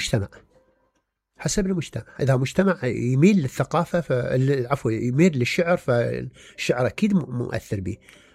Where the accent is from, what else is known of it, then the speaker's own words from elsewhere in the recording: Hillah, Babil, Iraq; أنا من الحلة